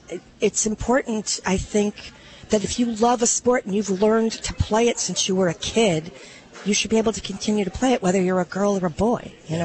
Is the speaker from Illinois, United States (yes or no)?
yes; Chicago, Illinois, United States; I'm from the Chicagoland area